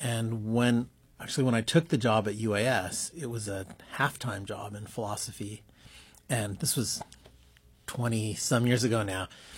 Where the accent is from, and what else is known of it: Anchorage, Alaska, United States; born or raised there; now in Juneau, United States